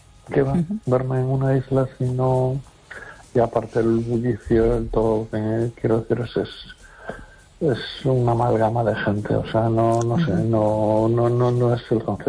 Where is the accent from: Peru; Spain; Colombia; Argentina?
Spain; Las Palmas de Gran Canaria, Canary Islands; A ver, yo, con todo mi respeto, soy pueblo canario. Yo en las Canarias, en la Palma de Gran Canaria